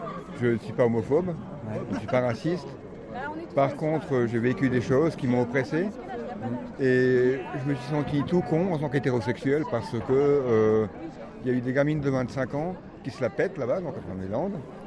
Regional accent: Grand Est, France; first language Alsatian; French is a second language; Alors, je suis alsacien … je suis bourgeron.

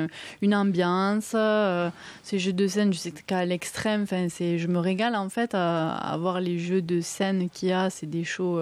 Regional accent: Albi, Occitanie, France; Bah en fait, je suis originaire d'Albi, mais j'ai passé plus de 10 ans un peu bourlinguée.

